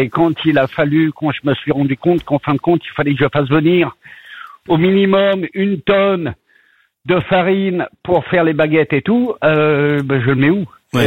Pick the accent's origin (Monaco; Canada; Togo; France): France; Boulogne-sur-Mer, Hauts-de-France; now in England, United Kingdom; Comme moi, je suis originaire de Boulogne-sur-Mer, j'ai dû simplement traverser la Manche.